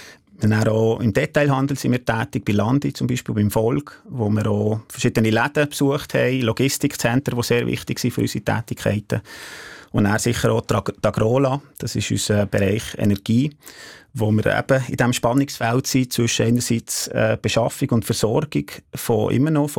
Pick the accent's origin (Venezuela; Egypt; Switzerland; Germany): Switzerland; Ticino; Ich bin im Tessin auf einem Landwirtschaftsbetrieb aufgewachsen.